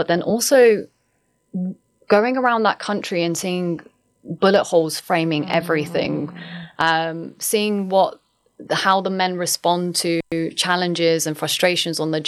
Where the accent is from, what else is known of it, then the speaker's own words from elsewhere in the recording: United Kingdom; as a British Pakistani.